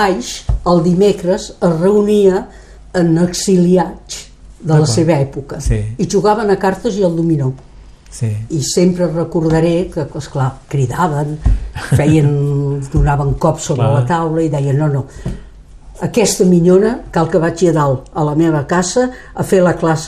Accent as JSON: {"language": "Catalan", "country": "France", "second_language": "Catalan", "said": "Per tant, vull aprendre català, sabent que sóc francès i que faig català perquè professionalment i políticament em va bé."}